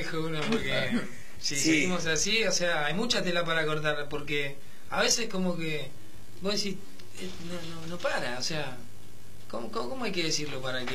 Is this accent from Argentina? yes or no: yes; Berazategui, Buenos Aires Province, Argentina; yo soy de Berazategui.